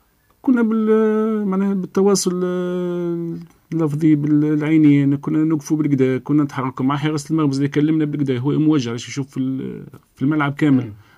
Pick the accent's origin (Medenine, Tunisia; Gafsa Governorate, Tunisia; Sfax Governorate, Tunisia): Gafsa Governorate, Tunisia; Gafsa; الحمد لله كانت ناس فرحانة أن أنا من قفصة فما لاعبين قاعدين يصعدوا للصنف الأكابر